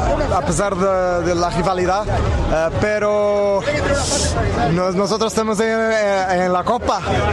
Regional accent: Portugal; Spanish is a second language; Muy emotivo. Nosotros en Portugal tenemos una muy buena ligación con Cabo Verde.

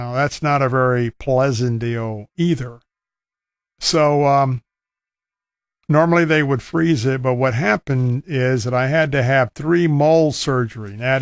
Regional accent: Florida, United States; if you were like me and you were born and raised in Florida, and if you were an outdoors type of person like I was

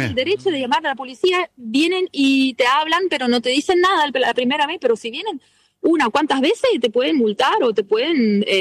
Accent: Rapperswil, St. Gallen, Switzerland; A donde yo me crié, en Rapperswil, hay un club, hacemos el 25 de mayo, también hacemos una fiesta con un asado gigante.

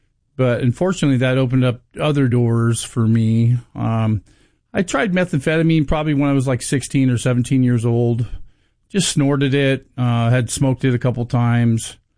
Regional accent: Torrance, California, United States; born there; yeah, I was born down in Torrance, California.

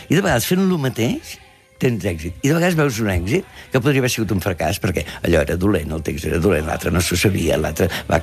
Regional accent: Catalonia, Spain; Potser sí que soc català, però això em sembla que és molt objectiu.

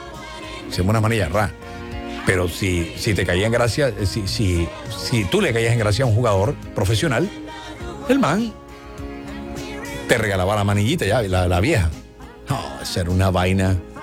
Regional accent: Barranquilla, Atlántico, Colombia; Como yo soy de Barrio Bajo, ustedes entenderán que el Tomás Arrieta era parte de mi escenografía, de la niñez.

